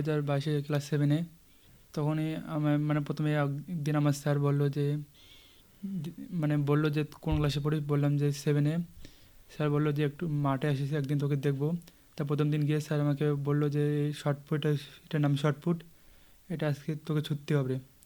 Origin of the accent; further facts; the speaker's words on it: Cooch Behar, West Bengal, India; বাড়ি আমার গোপসাঙ্গা, কোচবিহার